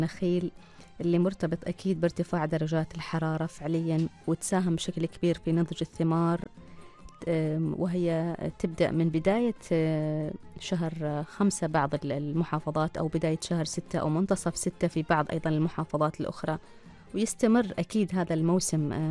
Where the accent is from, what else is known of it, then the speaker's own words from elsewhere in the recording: Oman; لدينا جميعا كعمانيين